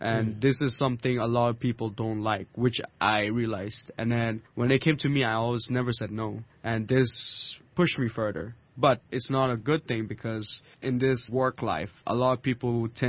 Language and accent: English; Hong Kong; I'm so proud of being a Hong Konger